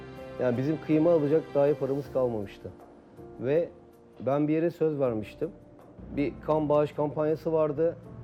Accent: Istanbul, Turkey; also born or lived in Bursa; İstanbul Üsküdar'da doğdum. Annem babam Samsun Bafralı. Öğrenimimi Kadıköy'de devam ettim ve üniversitede Uludağ Üniversitesi Bursa'da okudum iktisat olarak.

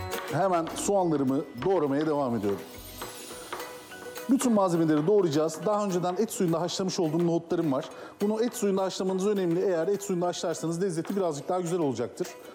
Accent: Adana, Turkey; Biliyorsunuz ben Adanalıyım ve Antep'e çok fazla giderdik.

